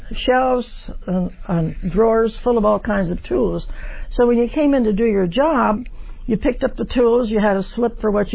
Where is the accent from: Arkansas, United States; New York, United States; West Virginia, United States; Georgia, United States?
West Virginia, United States; born there; And I said, well, I was born in West Virginia, so she wanted to know the subject.